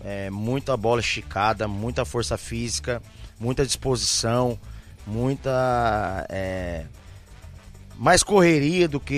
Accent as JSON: {"language": "Portuguese", "country": "Brazil", "said": "mas eu sou brasileiro. Eu tô com esse frio na barriga aí, viu?"}